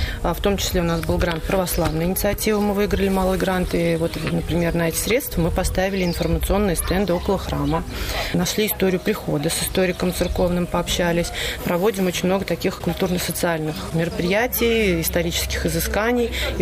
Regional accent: Nizhny Novgorod, Nizhny Novgorod Oblast, Russia; Ну, я из Нижнего Новгорода, наша семья из Нижнего Новгорода, но детство я проводила у бабушки в Большом Рашкинском районе.

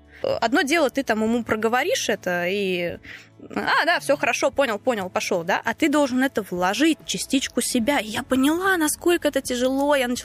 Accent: Nizhny Novgorod, Nizhny Novgorod Oblast, Russia; Естественно, что я нижегородка, я никуда уезжать в другой город не хочу. Мне здесь комфортно, мне здесь хорошо, у меня здесь, ну, вся жизнь здесь вся моя.

